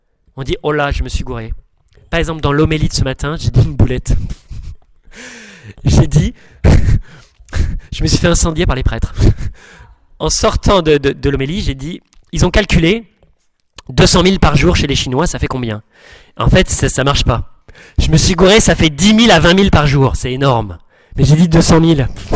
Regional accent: south of France, France; Mais comme je viens du Sud, vous voyez, j'avais un peu enflé l'affaire.

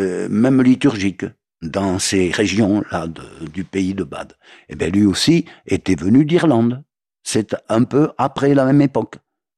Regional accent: Brittany, France; et même chez nous, en Bretagne.

